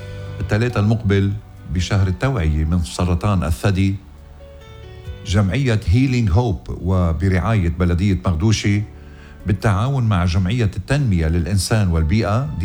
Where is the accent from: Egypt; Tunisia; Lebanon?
Lebanon; يعني ما بعرف إذا في طيبة قلب لهالدرجة أو إنه أرياحية لبنانية إنه أنا لبناني.